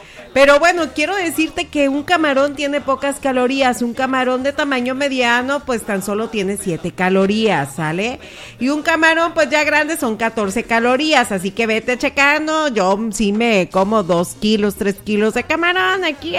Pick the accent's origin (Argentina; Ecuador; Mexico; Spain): Mexico; Nayarit; nosotros los nayaritos que aquí cocinamos delicioso el marisco